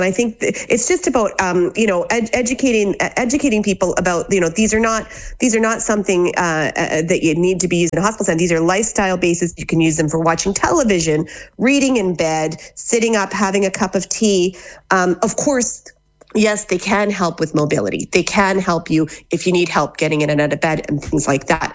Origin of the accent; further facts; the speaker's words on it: Canada; now in Ballina, Ireland